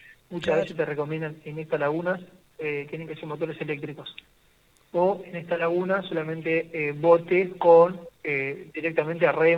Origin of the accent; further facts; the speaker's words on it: Argentina; somos argentinos